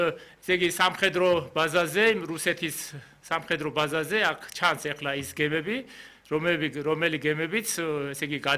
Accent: Western Georgia, Georgia; იმიტომ რომ მე თვითონ დასავლეთიდან ვარ

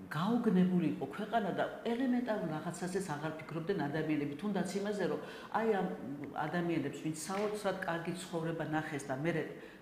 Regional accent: Tbilisi, Georgia; also born or lived in Kakheti; ავლაბარში გავიზარდე, თან ავლაბრის ქუჩაზე. ძალიან მწარე ავლაბრელი ვარ.

